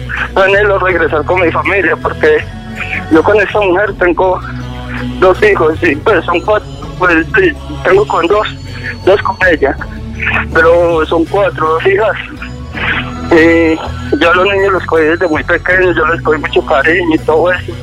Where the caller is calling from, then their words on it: Medellín, Antioquia, Colombia; yo soy de Medellín.